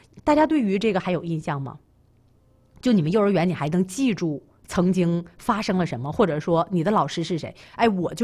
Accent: Tieling, Liaoning, China; 我老家呀是铁岭的，宇宙的尽头啊。

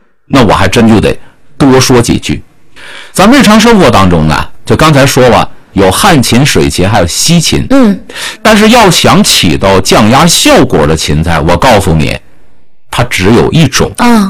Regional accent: Northeast China, China; 就是咱们东北不是说有这么一句老话吗

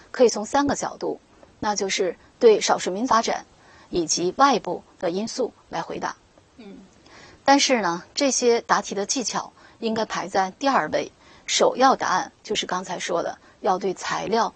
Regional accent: China; 我们中国人是讲每临大事有静气

